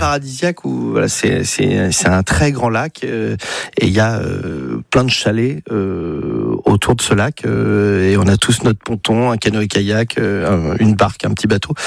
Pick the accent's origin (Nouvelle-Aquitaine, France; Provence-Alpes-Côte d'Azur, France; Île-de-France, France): Île-de-France, France; Paris; Et après, moi j'ai grandi à la Contrescarpe.